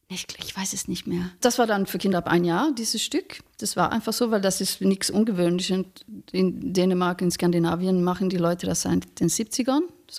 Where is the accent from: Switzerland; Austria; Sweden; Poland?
Sweden; also born or lived in Denmark / England; now in Germany; Ich bin Schwedin, genau.